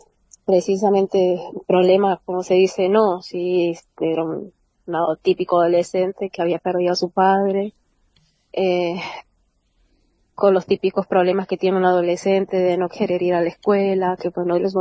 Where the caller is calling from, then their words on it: San Luis, Argentina; Somos de la provincia de San Luis